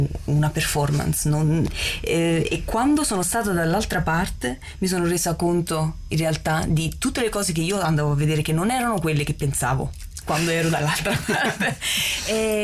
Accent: Naples, Campania, Italy; in quanto napoletana

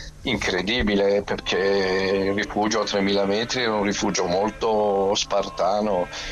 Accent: Temù, Lombardy, Italy; sono proprio nel mio paese, ai piedi dell'Adamello, sono qui a Temù. A 1200 metri col bel fresco proprio in piedi di questa bella montagna.

